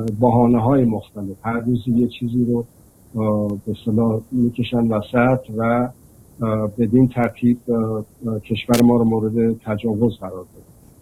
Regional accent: Iran; این دو تا کشور که به میهن ما تجاوز کردن،

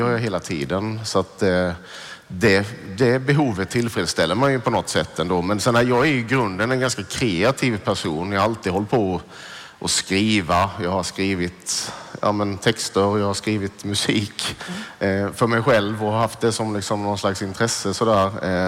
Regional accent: southern Sweden, Sweden; Men jag är från en liten kommun, en liten stad i södra Sverige.

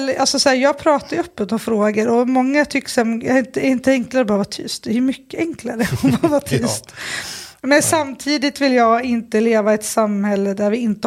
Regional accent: Sundsvall, Västernorrland County, Sweden; born or raised there

